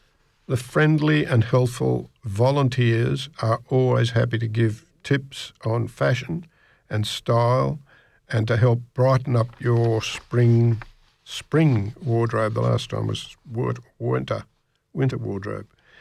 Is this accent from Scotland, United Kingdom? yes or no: yes; Scotland, United Kingdom; I do that anyway because I'm Scottish and I don't like having to spend money.